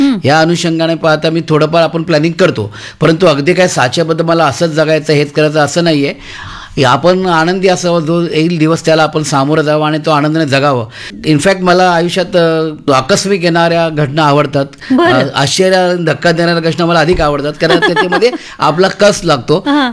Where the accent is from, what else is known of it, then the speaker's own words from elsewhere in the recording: Mumbai, Maharashtra, India; मी ज्या भागात वाढलो, लालबाग परळ, मला माझ्या काकांनी 5 वर्षात असताना मुंबईला आणलं